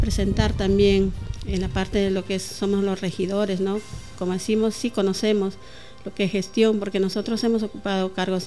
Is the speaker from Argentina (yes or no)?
no; San Isidro Sol de Oro, Peru; Yo soy de San Isidro Sol de Oro, más conocido como el Valle Chiliani.